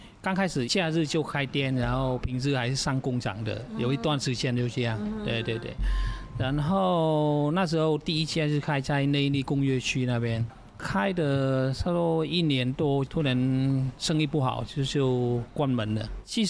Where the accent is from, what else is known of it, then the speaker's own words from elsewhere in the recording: Vietnam; moved away as an adult; now in Taoyuan, Taiwan; 那我们在越南那时候这种风格也很红